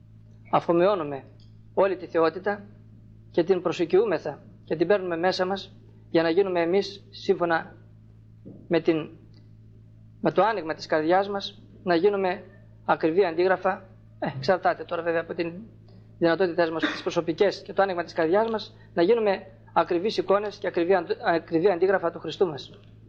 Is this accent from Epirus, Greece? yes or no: no; Trikala, Thessaly, Greece